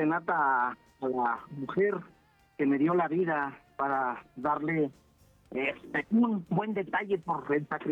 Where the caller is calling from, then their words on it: Tulancingo, Hidalgo, Mexico; Ando aquí en Tulancingo, Hidalgo, en una colectiva.